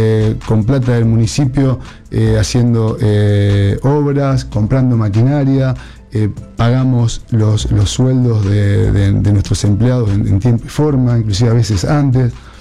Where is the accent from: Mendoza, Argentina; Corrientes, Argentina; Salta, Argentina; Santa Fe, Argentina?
Santa Fe, Argentina